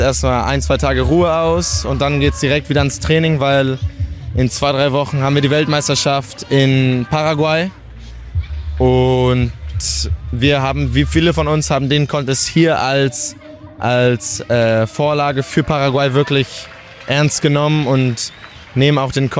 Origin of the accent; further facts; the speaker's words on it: Portugal; moved away; also born or lived in Hamburg; ich bin 19 Jahre alt. Ich komme aus Hamburg, bin aber tatsächlich in Portugal groß geworden.